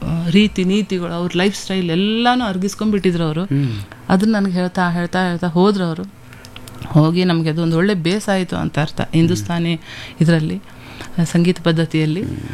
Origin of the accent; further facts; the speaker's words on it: Jamakhandi, Karnataka, India; now in Dharwad, India; ನಾವು ಮೂಲತಃ ಜಮಖಂಡಿಯಿಂದ ಧಾರವಾಡಕ್ಕೆ ಬಂದಿದ್ವಿ. ಜಮಖಂಡಿ ಸಂಸ್ಥಾನ, ಪಟವರ್ಧನ್ ಸಂಸ್ಥಾನ ಇತ್ತು ಅಲ್ಲಿ, ಅಲ್ಲಿ ಬಂದು ಅಲ್ಲಿಂದ ನಾವು ಧಾರವಾಡಕ್ಕೆ ಬಂದ್ವಿ. ಯಾಕಂದ್ರೆ ನಮ್ಮ ತಂದೆ ಕೆಲಸದ ನಿಮಿತ್ತ ನಾವು ಧಾರವಾಡಕ್ಕೆ ಬಂದ್ವಿ.